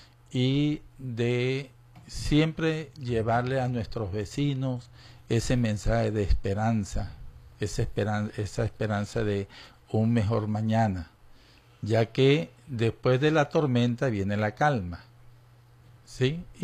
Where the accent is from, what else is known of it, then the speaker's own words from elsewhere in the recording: Venezuela; Nosotros, como venezolanos y venezolanas